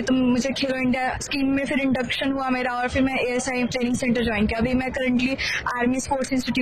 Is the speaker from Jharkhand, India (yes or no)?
no; Motihari, Bihar, India; मैं बिहार में मोतिहारी से हूँ